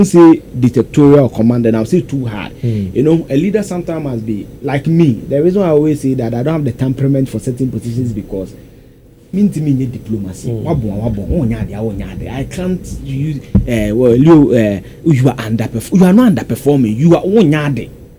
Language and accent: English; Eastern Region, Ghana; I come from the Eastern region.